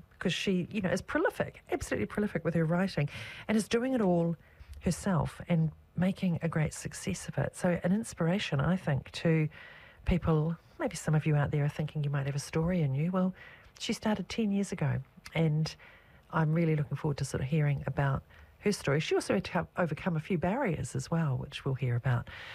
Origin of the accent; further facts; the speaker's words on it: Dunedin, Otago, New Zealand; now in Hamilton, New Zealand; we're from Dunedin. I mean, we're from the South Island, you know. We know about cold.